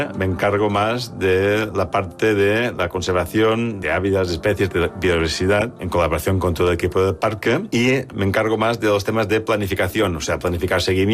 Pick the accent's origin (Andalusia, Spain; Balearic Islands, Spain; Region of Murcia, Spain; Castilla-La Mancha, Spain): Balearic Islands, Spain; Es Mercadal; Yo soy menorquín, soy de Mercadal. Yo no participé porque, de hecho, no había nacido, creo, porque esta movilización fue en los años 70, no, yo nací en el 78